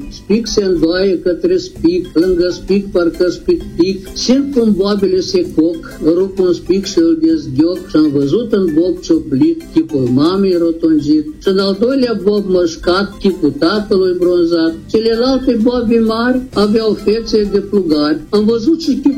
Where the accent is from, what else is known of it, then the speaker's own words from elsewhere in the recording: Cenușa, Florești District, Moldova; eu din satul meu Cenușa am trecut la școala din orășelul Leninsk, Ghindești astăzi, la școala mică.